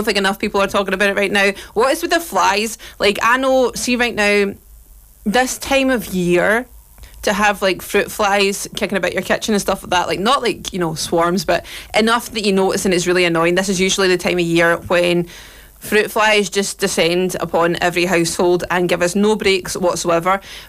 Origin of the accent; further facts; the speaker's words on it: Scotland, United Kingdom; I know being Scottish